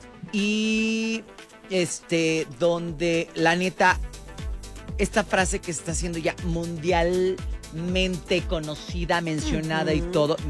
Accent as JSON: {"language": "Spanish", "country": "Mexico"}